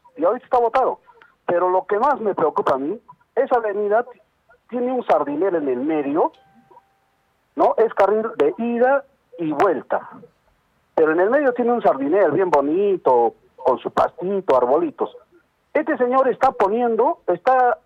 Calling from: Arequipa, Peru; estoy llamando de Mariano Melgar

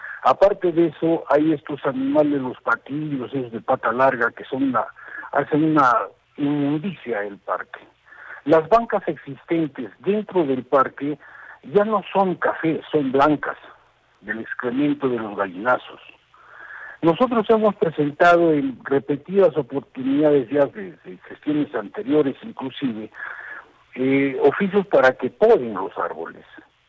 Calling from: Arequipa, Peru; Yo soy un vecino de Bustamante y Rivero.

